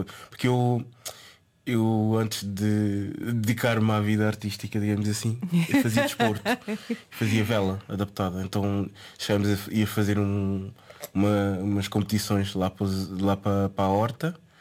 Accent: Bissau, Guinea-Bissau; born there; que é eu nasci em Bissau, não é? E eu, antes de gravarmos este vídeo, tinha passado 20 anos sem lá ir.

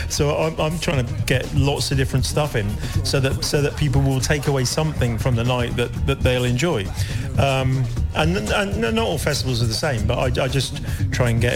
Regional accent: Portishead, South West England, United Kingdom; So I grew up in Portishead, as did Jeff grew up in Portishead.

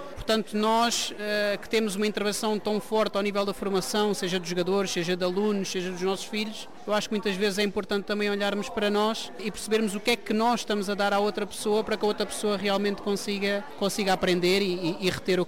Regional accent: Portugal; moved away as an adult; also born or lived in Poland / Norway / Sweden

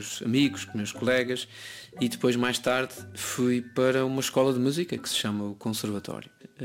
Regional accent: Azores, Portugal; Eu sou açoriano, no arquipélago dos Açores

